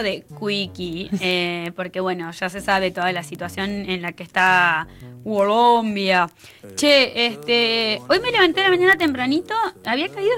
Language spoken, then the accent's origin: Spanish; Perito Moreno, Santa Cruz, Argentina; moved away; mi pueblito small